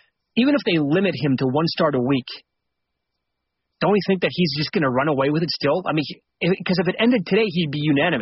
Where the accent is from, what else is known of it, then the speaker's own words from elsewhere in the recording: Midwest, United States; We're tough, man. We're leathered back there.